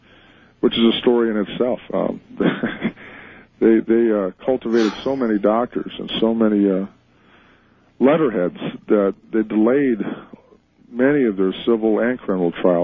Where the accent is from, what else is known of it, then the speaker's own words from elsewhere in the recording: Sacramento, California, United States; born there; I was born in Sacramento, California, as far as what my birth certificate says.